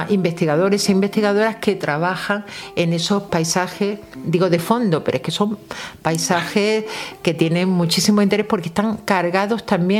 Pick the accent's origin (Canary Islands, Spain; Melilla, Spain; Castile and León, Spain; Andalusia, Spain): Melilla, Spain; yo soy de Melilla también y siempre en casa había muchas plantas suculentas.